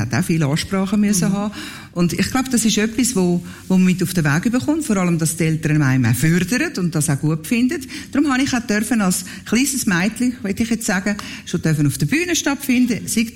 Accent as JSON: {"language": "German", "region": "Schwyz", "country": "Switzerland", "tie": "born or raised there", "said": "wir sind wohlbehütet die Schweiz am Hauptplatz aufgewachsen. Das war vis-à-vis das Rathaus gewesen. Wir im Patrizierhaus, gerade vis-à-vis."}